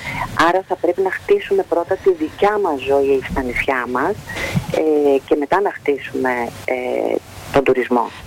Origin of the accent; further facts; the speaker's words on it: Zygovisti, Peloponnese, Greece; now in Cyclades, Greece; το χωριό μου λέγεται Ζυγοβίστη. Είναι από το Ζύγο και τη Βίτσα.